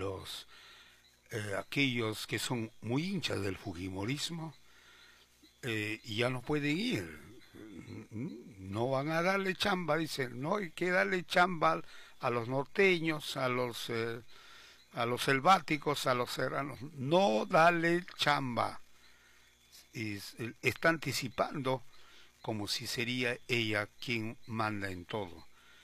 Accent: Honduras; Y yo soy de Honduras.

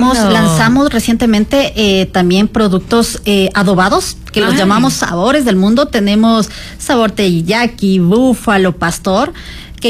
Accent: Ecuador; Entonces, claro, para nosotros como los ecuatorianos también hay un factor también de precio.

